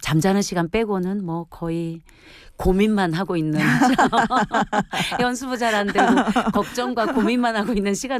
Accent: Busan, South Korea; also born or lived in Mungyeong; 돌이 되기 전에 부산으로 내려가서 성장하고 공부하고 지금도 살고 있으니 뭐 부산이

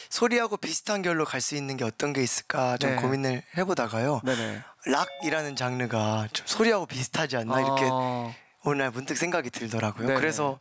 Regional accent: Namwon, North Jeolla, South Korea; 전북 남원이 지금.

